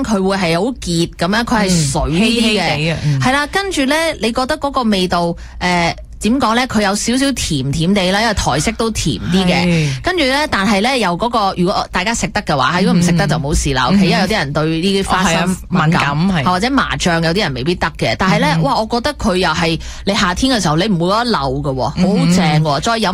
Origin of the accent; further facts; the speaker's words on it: Hong Kong; 佢又冇好似我哋香港人笃柠檬咧